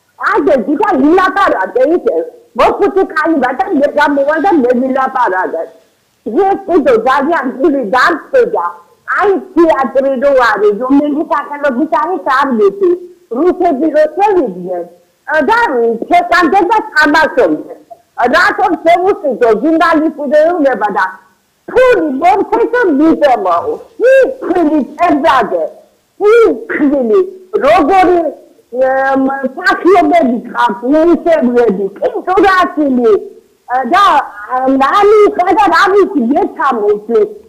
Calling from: Abkhazia, Georgia; 74 წლის ქალი ვარ. ამასთან რამეს აღმოსრები ვარ. აფხაზეთიდან ვარ, სვაგაზონის აფხაზეთიდან.

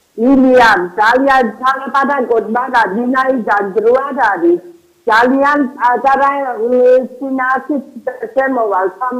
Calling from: Abkhazia, Georgia; 74 წლის ქალი ვარ. ამასთან რამეს აღმოსრები ვარ. აფხაზეთიდან ვარ, სვაგაზონის აფხაზეთიდან.

